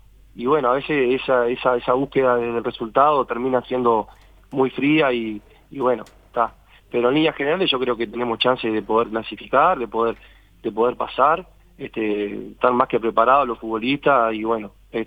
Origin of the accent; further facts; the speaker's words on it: Uruguay; somos uruguayos